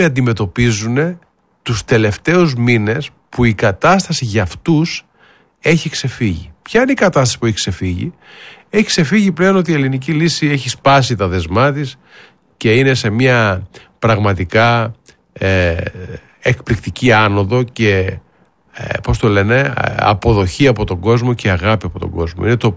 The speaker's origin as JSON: {"language": "Greek", "country": "Greece", "tie": "born or raised there", "said": "Και σε αυτή την πόλη είμαι 36 χρόνια. 36 χρόνια. Εδώ μεγάλωσα, εδώ ανδρώθηκα, εδώ τα πάντα."}